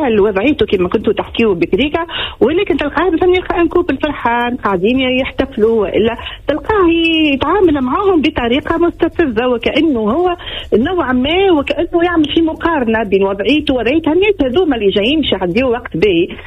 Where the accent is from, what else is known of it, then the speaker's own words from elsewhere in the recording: Tunisia; هوني الحقيقة أنا كمواطنة تونسية